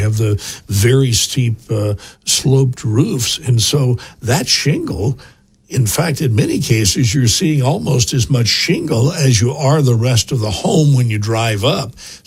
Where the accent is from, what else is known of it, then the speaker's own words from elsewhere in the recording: Texas, United States; for most of us growing up in Texas